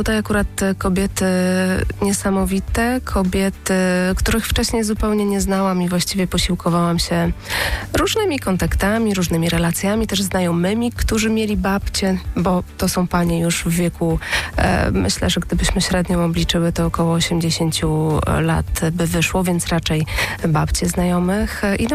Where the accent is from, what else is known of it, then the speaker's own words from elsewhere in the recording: Pszczółki, Pomeranian Voivodeship, Poland; born there; also born or lived in Kashubia / Kociewie; ja się urodziłam na ziemi trochę niczyjej tak naprawdę, bo w Pszczółkach, więc Pszczółki ani do Kociewia, ani do Kaszub nie należą.